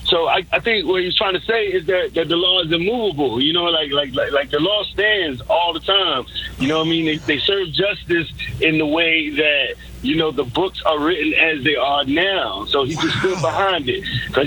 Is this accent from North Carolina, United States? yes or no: yes; North Carolina, United States; I'm from North Carolina